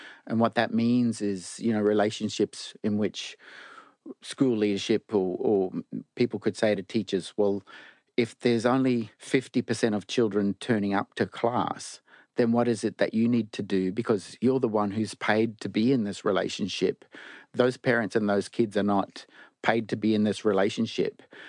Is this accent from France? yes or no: no; Bundaberg, Queensland, Australia; I'm from Bundaberg, I was working in Cherbourg, and as a black fella